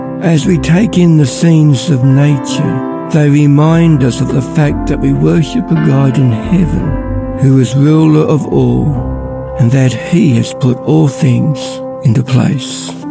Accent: Ballarat, Victoria, Australia; I'm from Ballarat

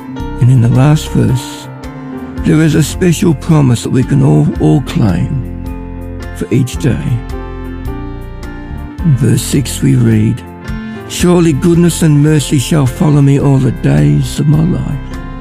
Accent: Ballarat, Victoria, Australia; I'm from Ballarat.

